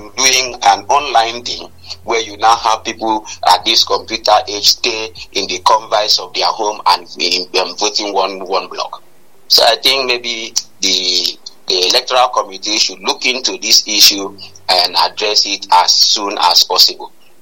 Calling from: Calabar, Cross River, Nigeria; Yeah, this is the mayor of Urumuko calling from Calabar.

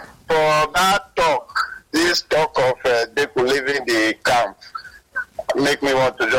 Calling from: Lagos, Nigeria; from Satellite Town.

